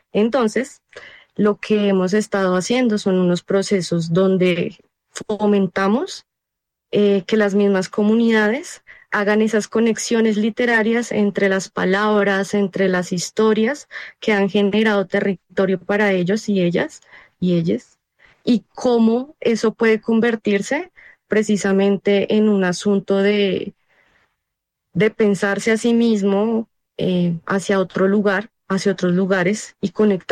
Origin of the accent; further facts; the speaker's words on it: Bogotá, Colombia; yo soy de Suba y la mayoría de las personas que conformamos la editorial, pues somos de SUBA.